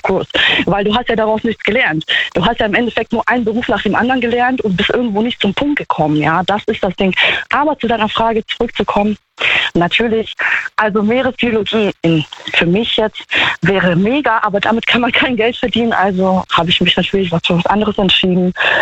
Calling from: Trier, Rhineland-Palatinate, Germany; Hier, Trier.

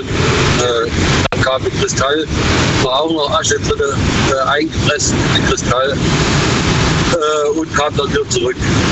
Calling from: Fellbach, Baden-Württemberg, Germany; Hier, Fellbach.

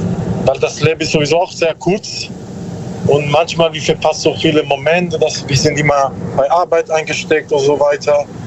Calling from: Bruchsal, Baden-Württemberg, Germany; Ja, so Karlsruhe.

